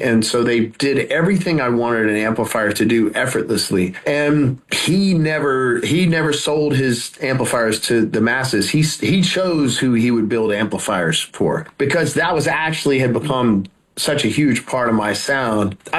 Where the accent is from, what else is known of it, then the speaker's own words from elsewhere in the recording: Louisiana, United States; also born or lived in California; now in Tennessee, United States; I lived in California for 22 years. And it was just kind of time to experience something different. And I'm from Louisiana. So like being closer to the South is more, it's more like natural for me, you know, because it's where I grew up.